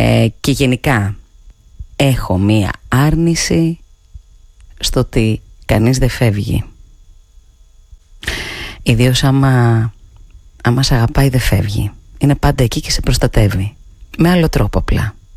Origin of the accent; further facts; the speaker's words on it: Thessaloniki, Central Macedonia, Greece; born there; Ακόμα και τότε που πήγαινα, ας πούμε, στο χωριό μου τα καλοκαίρια και έπρεπε να αποχωριστώ τις φίλες μου, τις παρέες μου, για να πάω εγώ τότε στη Θεσσαλονίκη από το χωριό